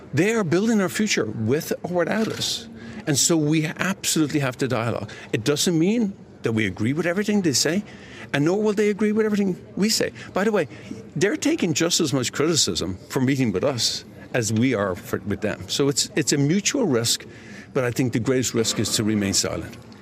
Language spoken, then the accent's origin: English; Ireland; moved away; I came from Ireland.